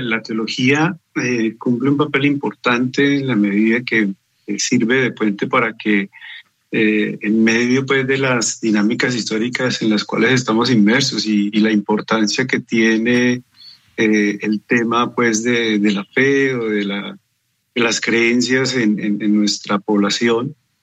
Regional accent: Colombia

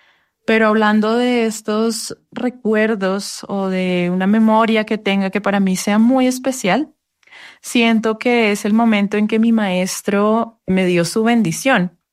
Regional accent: Colombia; siendo colombiana

